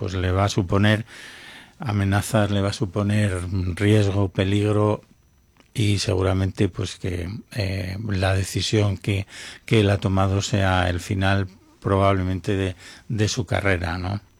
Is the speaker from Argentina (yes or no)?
no; Spain; Somos españoles.